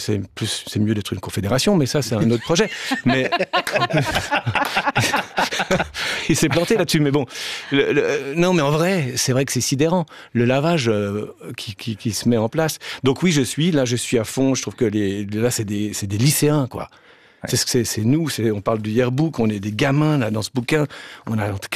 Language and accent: French; Switzerland; now in France; Je ne vote pas en France parce que je suis suisse